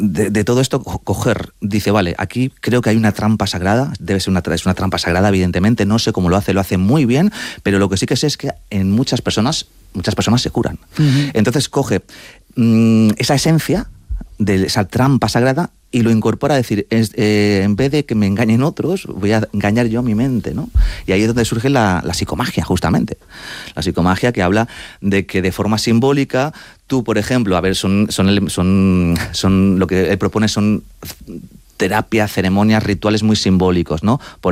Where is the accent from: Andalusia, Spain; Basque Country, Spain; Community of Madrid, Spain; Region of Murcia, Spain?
Community of Madrid, Spain; Madrid; mis padres son argentinos, yo soy madrileño.